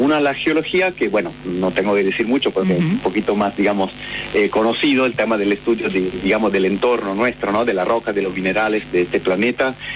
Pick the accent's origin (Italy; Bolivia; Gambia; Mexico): Italy; moved away as an adult; now in Argentina; antes de mudarme acá en Argentina, trabajé bastante en Italia, de donde vengo